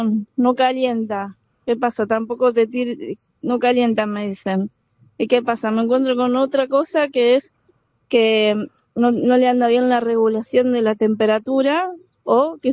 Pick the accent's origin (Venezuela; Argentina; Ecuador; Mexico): Argentina; Manuel Alberti, Buenos Aires Province; Ah, yo soy de Manuel Alberti, del partido de Pilar.